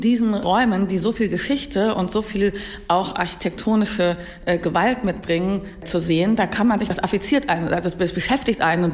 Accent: Hanover, Lower Saxony, Germany; born or raised there

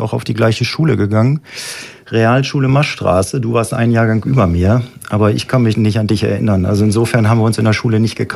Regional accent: Braunschweig, Lower Saxony, Germany; wir sind fast gleich alt, ich bin ein bisschen jünger, 58 Jahre alt, bin gebürtiger Braunschweiger

